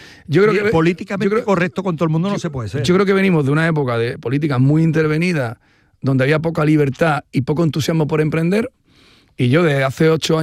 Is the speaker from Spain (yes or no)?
yes; Andalusia, Spain; los andaluces no existíamos en el radar